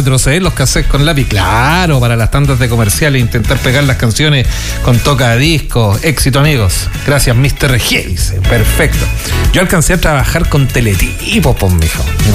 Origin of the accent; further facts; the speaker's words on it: Los Andes, Valparaíso, Chile; Yo originalmente soy de los Andes, de familia de arrieros, de funcionarios públicos, una familia política también. Y si bien estuve muchos años en Valparaíso, 10 años